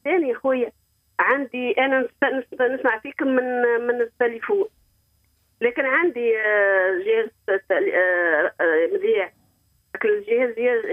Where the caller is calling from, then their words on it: Hammamet, Nabeul Governorate, Tunisia; نسكن في بلاصة احنا في شيرة الحمامات الشمالية.